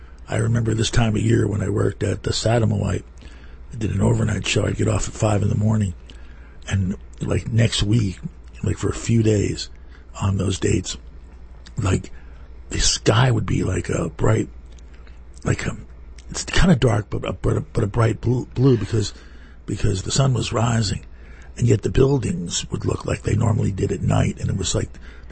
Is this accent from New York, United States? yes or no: no; Newark, New Jersey, United States; I'm from Newark.